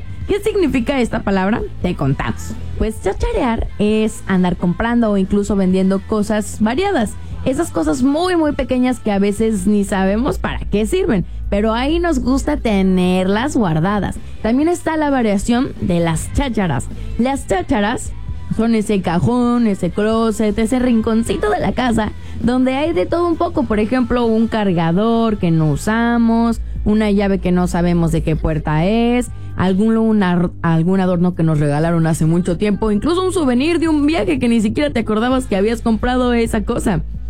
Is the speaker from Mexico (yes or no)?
yes; Mexico; la palabra cháchara y chacharear tiene muchísimo, muchísimo tiempo en nuestro vocabulario como mexicanos.